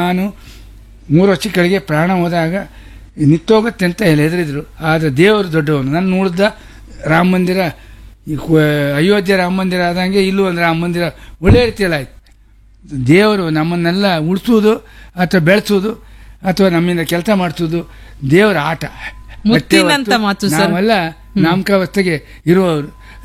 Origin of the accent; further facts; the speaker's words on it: Kundapura, Karnataka, India; moved away; ಈ ನೆಲ ನಮ್ಮ ಹುಟ್ಟೂರು ಕುಂದಾಪುರ.